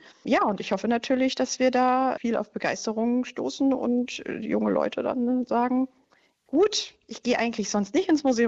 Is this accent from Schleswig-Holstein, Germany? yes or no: yes; Lübeck, Schleswig-Holstein, Germany; Ich denke beim Mittelalter hauptsächlich an meine Heimatstadt Lübeck.